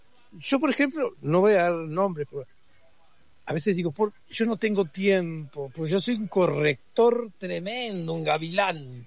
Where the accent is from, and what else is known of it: Río Negro, Argentina